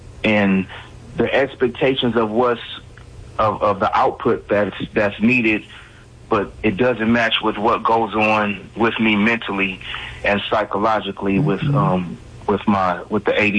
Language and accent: English; California, United States; Yeah, I was diagnosed. I'm from California.